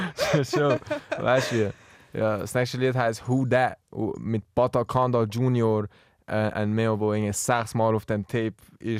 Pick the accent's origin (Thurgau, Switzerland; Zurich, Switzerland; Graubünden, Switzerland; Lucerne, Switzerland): Zurich, Switzerland; Ich bin auch Zürcher